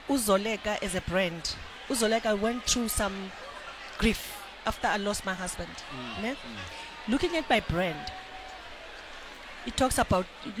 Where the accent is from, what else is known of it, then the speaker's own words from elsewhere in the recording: Cape Town, Western Cape, South Africa; I was born and bred in Cape Town from Langa.